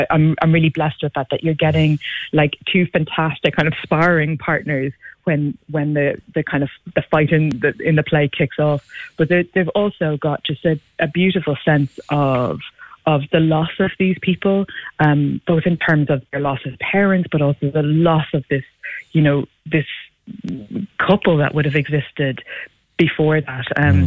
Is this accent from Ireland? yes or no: yes; Ireland